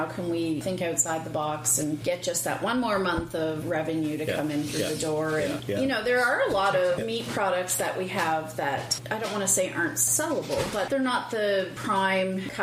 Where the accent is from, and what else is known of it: Brampton, Ontario, Canada; born or raised there; also born or lived in Newfoundland, Canada